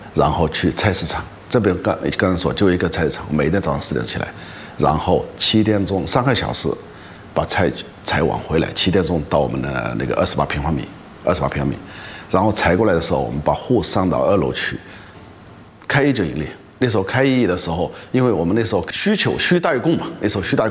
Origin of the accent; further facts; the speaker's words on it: China; now in Dubai, United Arab Emirates; 我们中国人在海外